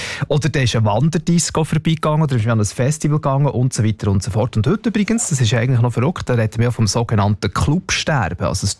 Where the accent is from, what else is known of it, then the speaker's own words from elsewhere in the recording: Bern, Switzerland; ich bin auf dem Land aufgewachsen, im Görbental, oder? Da war jetzt genau gar nichts los gewesen. Also auch in meinem Dorf, so am Abend in der Nacht, also ist man halt auch das nächste grössere Nachbardorf, das Belp